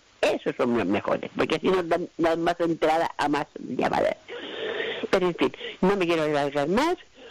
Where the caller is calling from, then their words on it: Palma, Balearic Islands, Spain; de Palma.